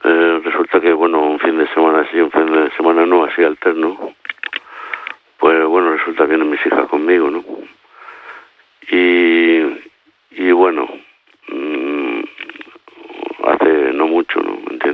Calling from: Lloret de Mar, Catalonia, Spain; Yo soy de Lloret de Mar

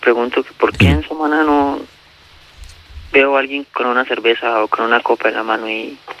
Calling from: Barcelona, Catalonia, Spain; vivo en Barcelona

